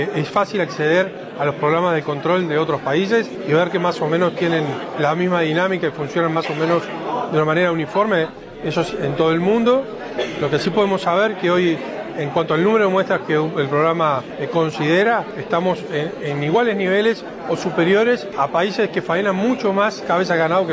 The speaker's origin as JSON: {"language": "Spanish", "country": "Uruguay"}